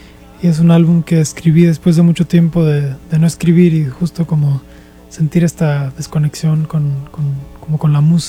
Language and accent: Spanish; Veracruz, Mexico; Soy de Veracruz.